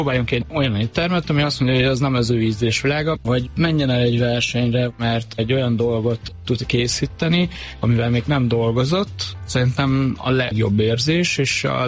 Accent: Lake Balaton area, Hungary; now in Budapest, Hungary; Balatonról jöttem, én 1,5 éve élek itt Budapesten

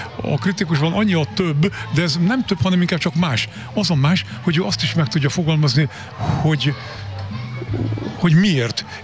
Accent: Jászboldogháza, Jász-Nagykun-Szolnok, Hungary; moved away as an adult; now in Szolnok, Hungary; Én azért jöttem ide Jász Boldogházára, mert én Jász Boldogházán születtem, és életem első 21-22 évét itt ezen a településen éltem

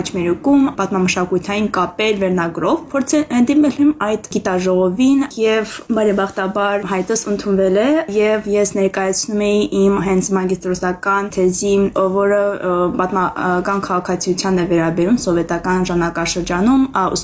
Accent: Armenia; նրանք հարցնում էին, որտեղից եք, ասում ես Հայաստանից

